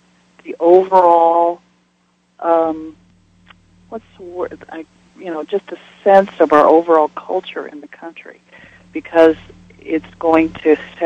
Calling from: San Antonio, Texas, United States; I'm calling from San Antonio.

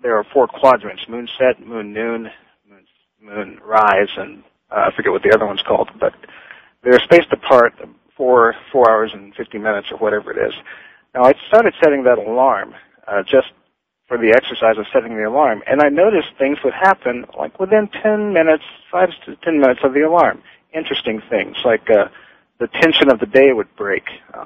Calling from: Las Vegas, Nevada, United States; I'm calling you from Las Vegas, Nevada.

